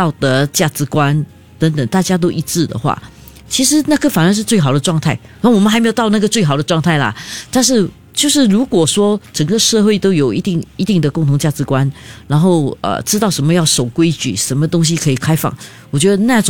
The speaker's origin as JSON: {"language": "Chinese", "country": "Singapore", "said": "人家常常笑我们新加坡人很奇怪"}